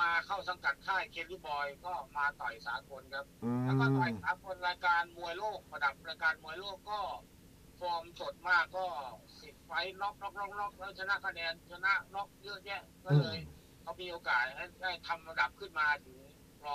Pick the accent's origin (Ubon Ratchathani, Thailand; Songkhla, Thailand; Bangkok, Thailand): Ubon Ratchathani, Thailand; moved away; also born or lived in Phra Pradaeng; เราเป็นคนอุบล